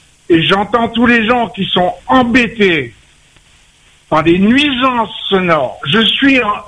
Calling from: Réunion; il y a plus de 30 ans que je suis à La Réunion.

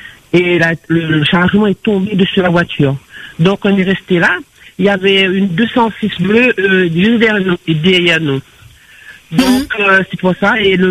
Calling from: Saint-Benoît, Réunion; j'habite en Saint-Benoît

